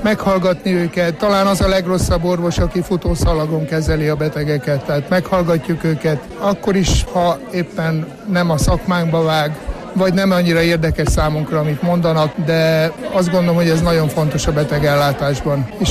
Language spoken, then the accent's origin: Hungarian; Bátaszék, Tolna, Hungary; now in Paks, Hungary; Alapvetően bátaszéki vagyok. Édesapám fogorvos volt Bátaszéken, ő is 40 néhány évig dolgozott folyamatosan ott a városban